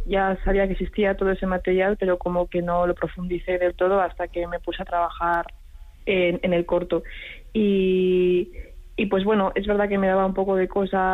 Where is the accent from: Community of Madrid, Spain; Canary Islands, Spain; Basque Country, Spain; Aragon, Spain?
Basque Country, Spain; Barakaldo; es verdad que gran parte de mi vida la he hecho de lo que es Baracaldo en el centro, entonces, pues bueno, no soy tanto de Gurutzeta